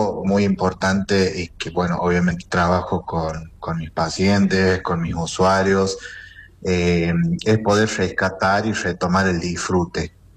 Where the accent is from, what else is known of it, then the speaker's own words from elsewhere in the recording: Argentina; el orgullo que hemos sentido como argentinos.